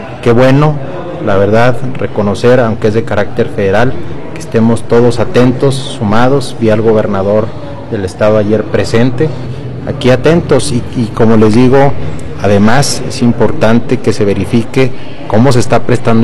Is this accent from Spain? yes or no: no; Durango, Mexico; No lo hagamos, somos duranguenses, todos vivimos aquí.